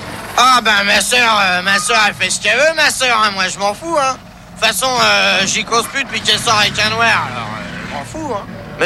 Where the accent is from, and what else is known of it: France